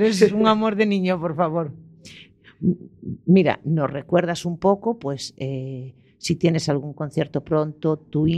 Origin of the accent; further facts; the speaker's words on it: Spain; A un alemán, a un belga, ah, soy española.